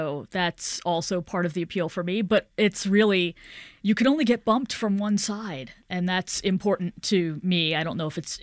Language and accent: English; New York, United States; But I mean, again, you know, as a New Yorker, don't you feel trapped in many situations?